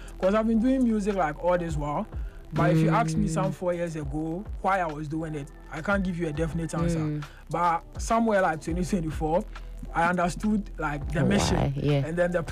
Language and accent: English; Teshi, Greater Accra, Ghana; born there; also born or lived in Cape Coast; I've been in Teshi, like, since I was like 6.